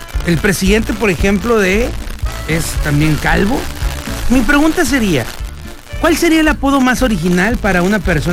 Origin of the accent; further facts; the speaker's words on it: Mexico; No, es que ahí todos somos mexicanos.